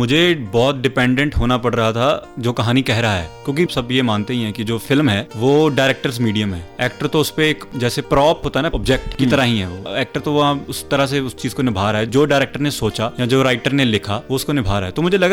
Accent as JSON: {"language": "Hindi", "town": "Gurdaspur", "region": "Punjab", "country": "India", "said": "क्योंकि मैं ऐसे रीजन से हूँ, माझा रीजन गुरदासपुर, जो जिसमें बहुत ही परफॉर्मेटिव किस्म के लोग होते हैं"}